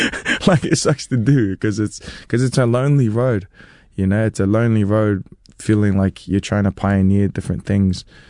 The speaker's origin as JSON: {"language": "English", "town": "Waitara", "region": "Taranaki", "country": "New Zealand", "said": "I'm a kid from Waitara, you know, you kind of just figure it out as you go along."}